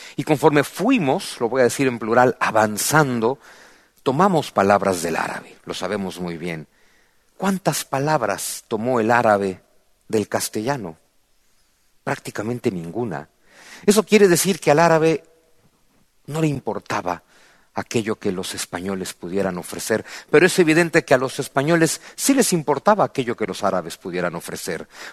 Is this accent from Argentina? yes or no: no; Mexico; del español que hablamos en México tienen origen náhuatl, que para nosotros los mexicanos es como si fueran español.